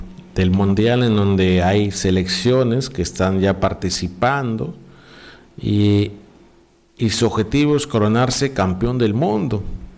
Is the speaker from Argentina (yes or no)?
no; Peru; nuestro país, nuestro Perú, no está en esta cita mundialista.